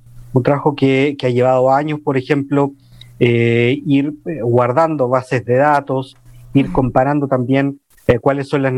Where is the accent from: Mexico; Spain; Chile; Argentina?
Chile; como decimos acá en Chile